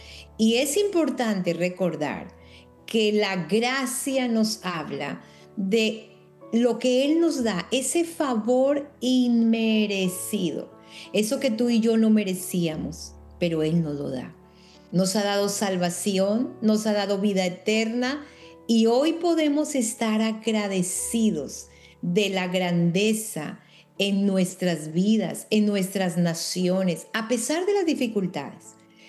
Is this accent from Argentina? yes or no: no; Colombia; now in Houston, United States; yo soy colombiana